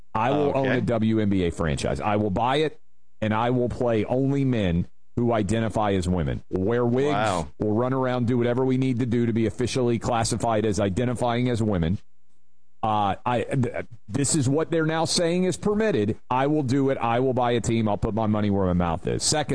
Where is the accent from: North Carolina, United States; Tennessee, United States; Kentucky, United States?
Tennessee, United States; Nashville; born or raised there